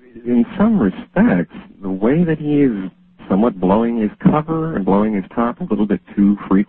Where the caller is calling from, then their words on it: Tennessee, United States; near Nashville